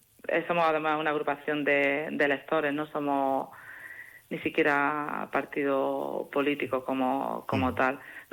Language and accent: Spanish; Nigüelas, Andalusia, Spain; Sí, soy de Nigüelas.